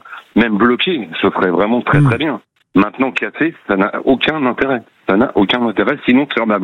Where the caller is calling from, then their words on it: Courson-les-Carrières, Bourgogne-Franche-Comté, France; Moi, je suis à côté d'Auxerre, je suis à Courson des Carrières.